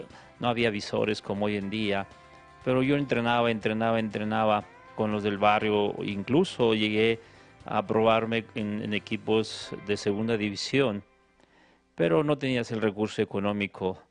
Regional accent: Guadalupe, Zacatecas, Mexico; soy de Guadalupe, Zacatecas

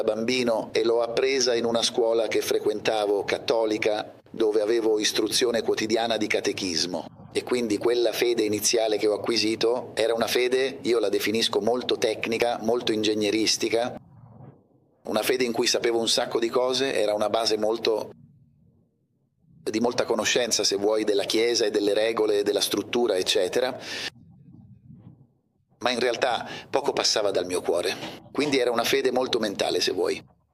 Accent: Argentina; accent: Argentine; now in Miami, United States; sono argentino, per chi vive qui a Miami. L'accento è facile da riconoscere

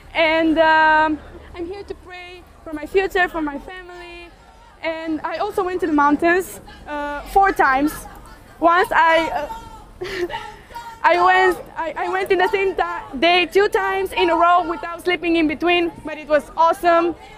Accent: Romania; English is a second language; I'm 17 years old. I come from Romania. It's my first time in here in Medjugorje, and I am really excited.

